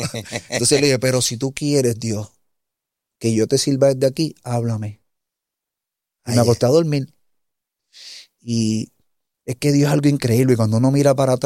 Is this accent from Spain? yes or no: no; Puerto Rico; nosotros como puertorriqueños